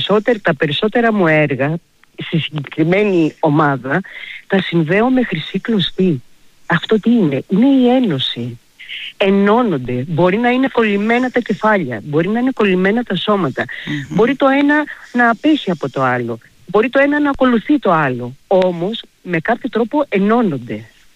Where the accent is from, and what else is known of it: Kefalonia, Ionian Islands, Greece; now in Athens, Greece